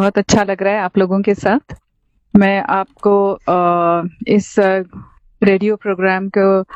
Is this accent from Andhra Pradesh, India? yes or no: no; Pune, Maharashtra, India; मैं पुणे की रहने वाली हूँ, और जैसे हम मराठी में बोलते हैं कि पुणे तिथे काय उणे, मतलब पुणे में किसी चीज की कोई कमी नहीं है. It is a cultural capital, वहाँ एजुकेशनल हब है